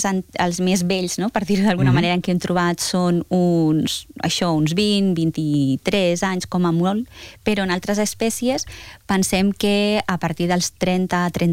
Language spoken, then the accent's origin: Catalan; Tarragona, Catalonia, Spain; Jo soc de Tarragona